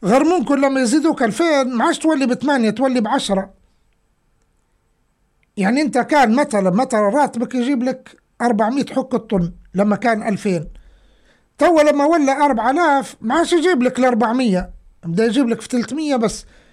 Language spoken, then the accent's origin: Arabic; Libya; لكن إحنا ليبيين